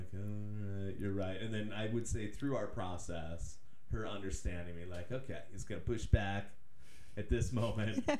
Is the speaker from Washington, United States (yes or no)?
yes; Olympia, Washington, United States; now in Portland, United States; I grew up in the Northwest, so I grew up in Olympia, and I'd lived down here before.